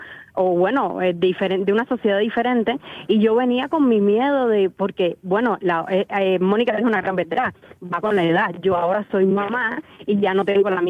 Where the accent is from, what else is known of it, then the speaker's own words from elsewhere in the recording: Cuba; Pues yo noté todo lo contrario, o sea, mi percepción de lo que vengo de Cuba.